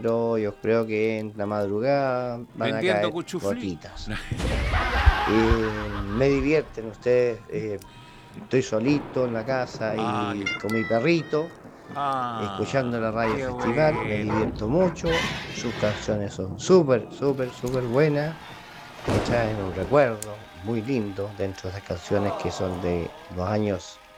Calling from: Quilpué, Valparaíso, Chile; de Quilpué.

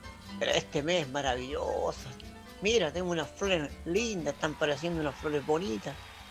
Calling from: Valparaíso, Chile; Acá de Valparaíso

